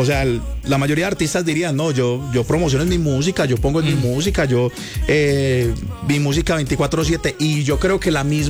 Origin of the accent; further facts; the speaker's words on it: Antioquia, Colombia; Sí, claro, yo soy paisa